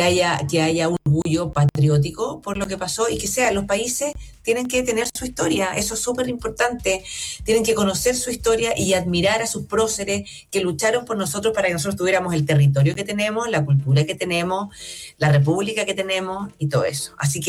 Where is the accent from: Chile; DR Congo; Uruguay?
Chile; somos todos chilenos y esto me encanta.